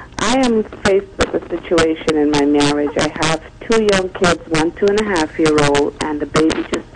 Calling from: Connecticut, United States; I'm calling from Connecticut.

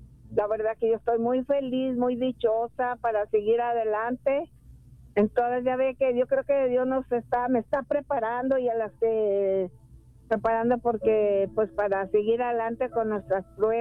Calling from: San Bernardino, California, United States; Yo de aquí, de San Bernardino.

